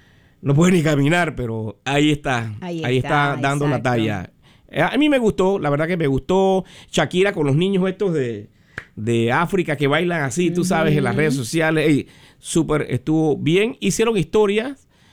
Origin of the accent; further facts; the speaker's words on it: Panama; Porque soy panameño.